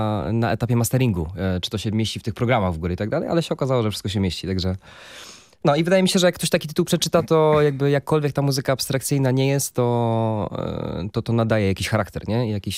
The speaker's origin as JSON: {"language": "Polish", "town": "Kalisz", "region": "Greater Poland Voivodeship", "country": "Poland", "moved": "yes", "lives_now": "Gdańsk, Poland", "said": "Ja jestem z Kalisza, ale mieszkam w Gdańsku już od jakichś 7 lat teraz."}